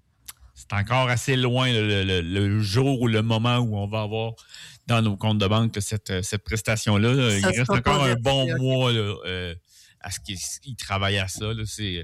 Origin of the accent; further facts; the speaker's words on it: Trois-Rivières, Quebec, Canada; born there; quand je suis né